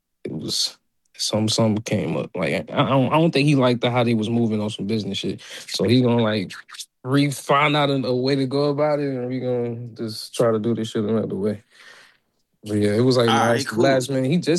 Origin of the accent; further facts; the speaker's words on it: Virginia, United States; I'm from Virginia. I'm told all the time that I'm not even Southern for real, for real.